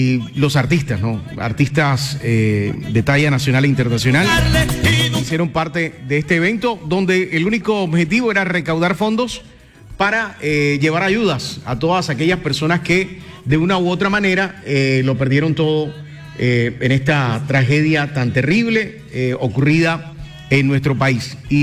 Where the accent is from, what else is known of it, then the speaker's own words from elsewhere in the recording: Colombia; el hecho de que los colombianos demuestran la realidad, lo que realmente somos los colombianos.